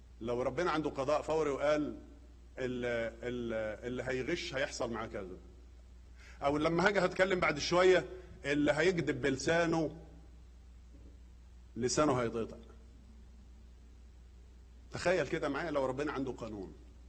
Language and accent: Arabic; Egypt; عندنا في مصر